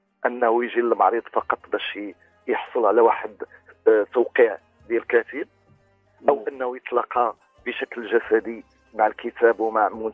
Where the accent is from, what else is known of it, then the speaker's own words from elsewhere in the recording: Morocco; يجب أن نفتخر كمغاربة ككتاب وكقراء بتقليد المعرض الدولي للكتاب